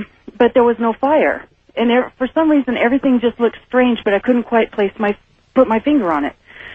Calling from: Carson City, Nevada, United States; hi. I'm calling from Carson City.

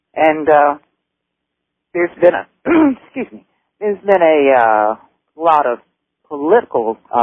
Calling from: Alabama, United States; I'm living in a cow pasture out in North Alabama.

